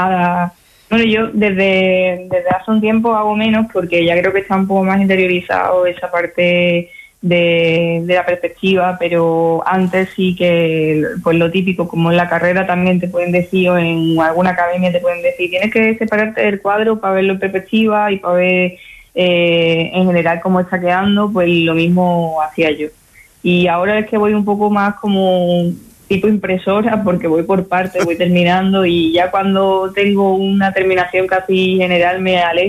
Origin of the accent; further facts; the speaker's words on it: Almonte, Andalusia, Spain; traer a mi pueblo pues la, la cultura hip hop